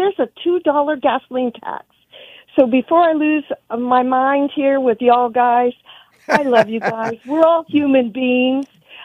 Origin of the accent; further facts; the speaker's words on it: Los Angeles, California, United States; now in Sunset Beach, United States; I grew up in South Central and Central L.A. over there, Figueroa Adams, Vermont, that neighborhood.